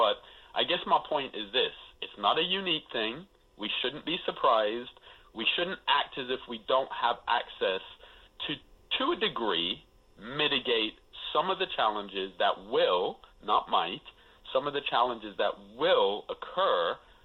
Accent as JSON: {"language": "English", "country": "Jamaica", "said": "as someone who, you know, we're Jamaican, right? So we're West Indian."}